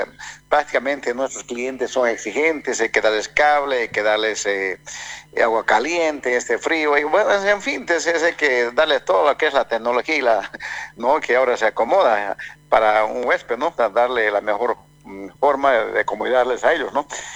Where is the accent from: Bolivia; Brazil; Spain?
Bolivia